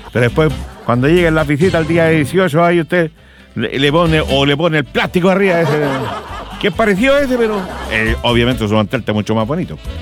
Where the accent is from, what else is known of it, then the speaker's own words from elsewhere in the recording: Chile; si usted sabe cómo somos los chilenos.